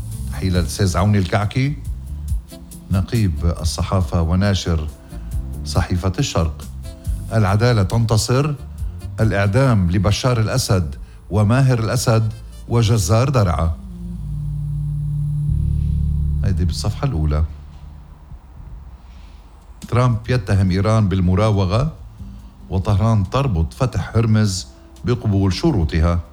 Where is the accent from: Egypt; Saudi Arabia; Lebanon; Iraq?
Lebanon; Ghazir, Keserwan-Jbeil; بغزير ضيعتي الحلوة.